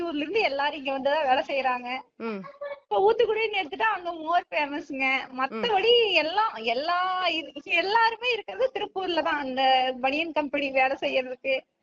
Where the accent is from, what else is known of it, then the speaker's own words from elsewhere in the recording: Palani, Tamil Nadu, India; moved away as an adult; now in Uthukuli, India; நாங்க சொந்த ஊர் பழனிங்க.